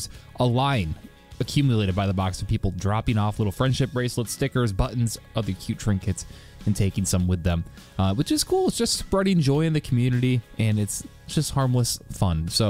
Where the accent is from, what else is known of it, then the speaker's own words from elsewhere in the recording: Syracuse, New York, United States; from up in my hometown of Syracuse.